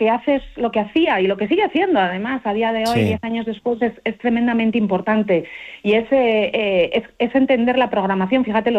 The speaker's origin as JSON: {"language": "Spanish", "town": "Valladolid", "region": "Castile and León", "country": "Spain", "said": "Valladolid, de donde soy yo, es mi tierra de origen"}